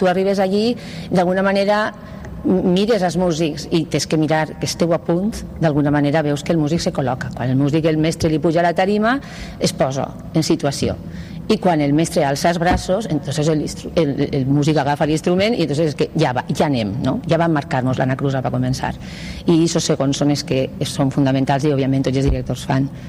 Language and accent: Catalan; Ontinyent, Valencian Community, Spain; com jo soc d'Ontinyent